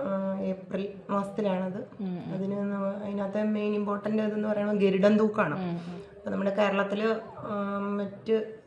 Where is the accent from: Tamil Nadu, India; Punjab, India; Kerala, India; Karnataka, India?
Kerala, India; Kanjiramattom; ഞാൻ ജനിച്ചതും വളർന്നതും എന്നെ കല്യാണം കഴിച്ചിരിക്കുന്നതും കാഞ്ഞിരമറ്റത്ത് തന്നെയാണ്. കാഞ്ഞിരമറ്റത്തിൽ എൻ്റെ കോട്ടയം ബോർഡറിലുള്ള അരയങ്കാവിൽ എന്നുള്ള സ്ഥലത്താണ് എൻ്റെ വീട്.